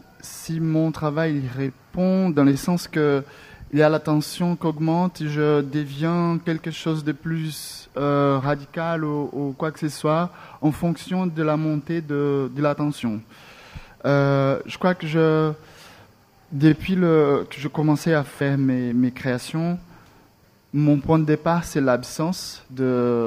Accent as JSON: {"language": "French", "country": "Brazil", "lives_now": "France", "said": "Je viens du Brésil, j'ai fait une formation en master ici en France"}